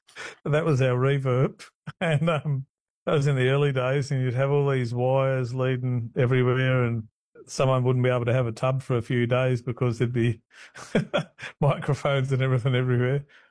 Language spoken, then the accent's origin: English; Victoria, Australia; I've got the black fella side. and I live on country down the southwest of Victoria